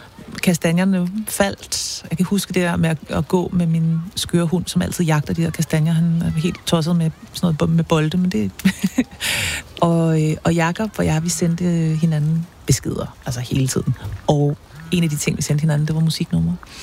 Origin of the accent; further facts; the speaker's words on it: Copenhagen, Capital Region of Denmark, Denmark; moved away as an adult; Søerne i København er jo både mit barndomsland og mit nutidsland, fordi jeg er vokset op ved dem. Og så i en voksen alder at vende tilbage, altså efter at have boet både i udlandet og i alle de andre brokvarterer i København og i Valby, at jeg vendte tilbage til mit barndoms Østerbro og bor nu